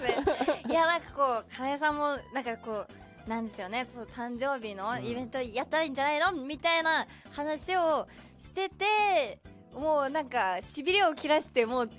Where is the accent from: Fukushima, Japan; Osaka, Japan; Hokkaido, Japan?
Hokkaido, Japan; Muroran; born there; 室蘭です。